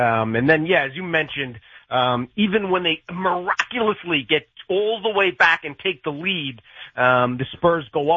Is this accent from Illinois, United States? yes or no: no; New York, United States; Born and raised on Long Island, I used to read your stuff in Newsday in the mid '90s.